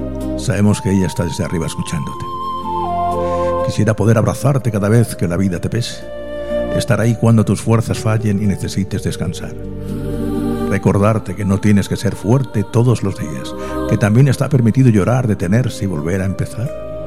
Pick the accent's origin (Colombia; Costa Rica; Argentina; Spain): Spain; Valladolid, Castile and León